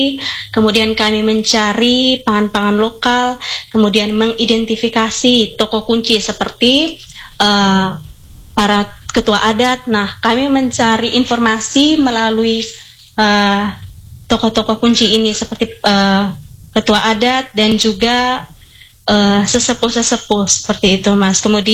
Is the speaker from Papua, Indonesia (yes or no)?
no; Flores, East Nusa Tenggara, Indonesia